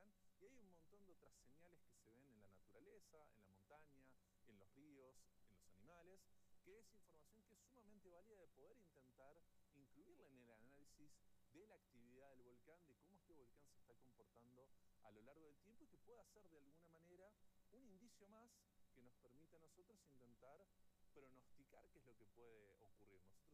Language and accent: Spanish; Argentina